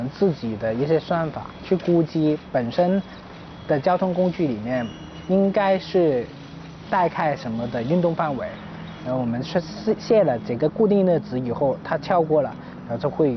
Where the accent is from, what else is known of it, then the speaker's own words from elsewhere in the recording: Hong Kong; now in Shenzhen, China; 我们刚从香港过来深圳，很多时候人生路不熟，几乎都没有什么的一些朋友